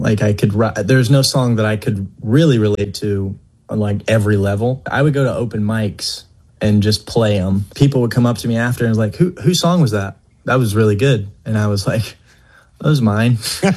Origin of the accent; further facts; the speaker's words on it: Louisville, Kentucky, United States; I grew up in Catholic schools. Went to Trinity High School. I'm a little Cardinals fan